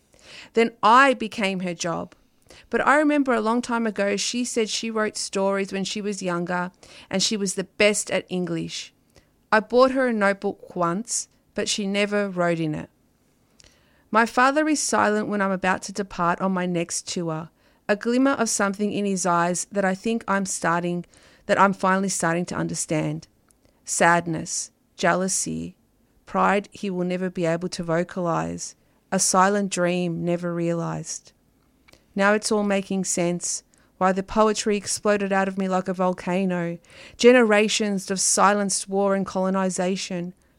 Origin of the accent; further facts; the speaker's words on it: Australia; born there; my Cypriot heritage. That's why I call myself Cypriot Australian, even though I was born here, because I don't fully see myself as just Australian.